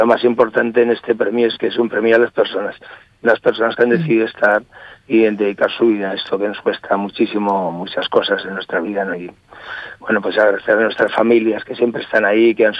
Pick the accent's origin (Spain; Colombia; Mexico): Spain; Huesca, Aragon; siempre somos los de Huesca.